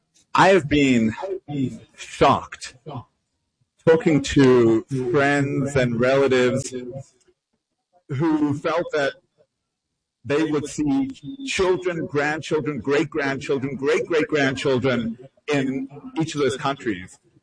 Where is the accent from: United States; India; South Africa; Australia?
Australia; also born or lived in United Kingdom; I was born in the UK. I grew up in Australia.